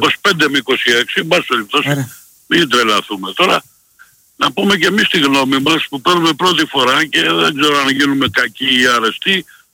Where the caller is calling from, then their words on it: Keratsini, Attica, Greece; από το Καρατσίνι.